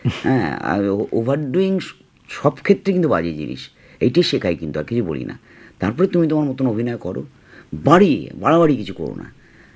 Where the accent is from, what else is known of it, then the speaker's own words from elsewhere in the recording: India; সে এখন আমি ভারতীয় লোক